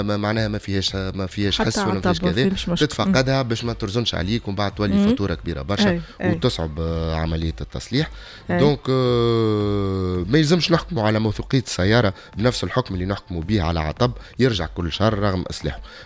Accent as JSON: {"language": "Arabic", "country": "Tunisia", "said": "عندنا في تونس"}